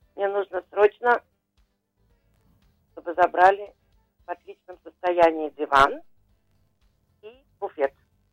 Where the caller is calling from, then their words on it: Rishon LeZion, Central District, Israel; я из Ришон-ле-Циона.